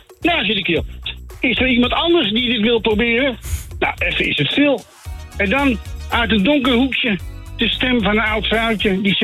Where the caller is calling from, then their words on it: Amsterdam, North Holland, Netherlands; Amsterdam.